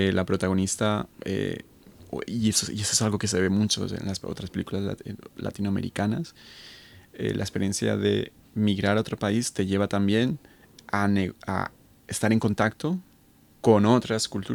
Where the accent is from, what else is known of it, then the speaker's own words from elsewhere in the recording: Colombia; also born or lived in Spain; O sea, yo soy colombiano-español, ustedes son chilenos